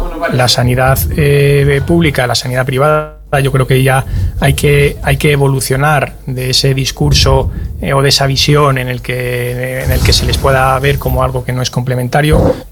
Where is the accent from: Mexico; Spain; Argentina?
Spain; Castile; Nosotros somos de Castilla, somos de aquí, la hemos vivido siempre, sabemos cómo es esta comunidad